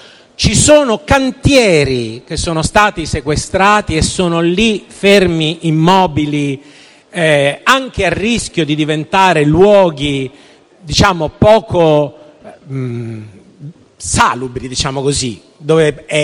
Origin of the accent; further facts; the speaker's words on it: Milan, Lombardy, Italy; io da milanese